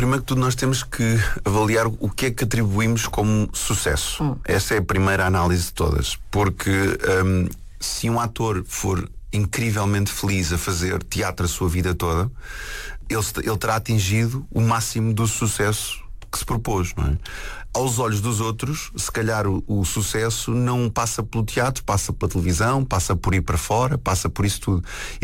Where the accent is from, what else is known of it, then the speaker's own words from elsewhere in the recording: Portugal; Nós temos muitos defeitos como portugueses